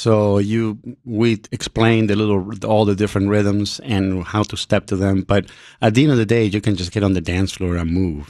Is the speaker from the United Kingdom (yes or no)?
no; Puerto Rico; also born or lived in Chile; now in Chicago, United States; I was born in Puerto Rico and my family is from Chile.